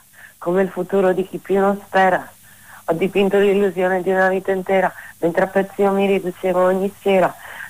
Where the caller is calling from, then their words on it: Naples, Campania, Italy; Esatto, sono di Napoli.